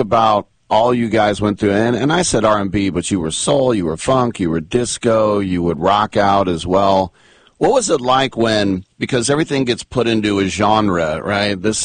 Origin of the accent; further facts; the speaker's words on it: Oakland, California, United States; I'm from the Oakland area